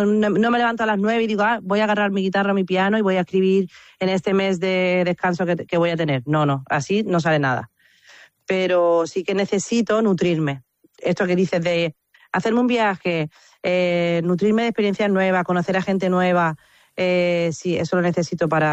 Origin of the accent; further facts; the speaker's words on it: Andalusia, Spain; pero prácticamente estamos en Andalucía, y mira, tocar en mi tierra, eso es lo más cercano a una residencia que puedo tener.